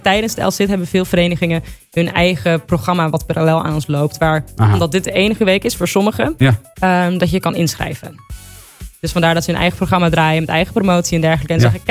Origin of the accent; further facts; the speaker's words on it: Den Helder, North Holland, Netherlands; now in Leiden, Netherlands; ik kom uit Den Helder